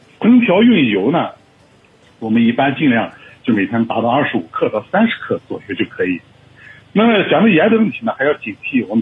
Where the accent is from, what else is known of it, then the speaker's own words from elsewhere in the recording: Xinjiang, China; 我们新疆人在中午12点到12点半左右可能会有稍微有点的感觉饿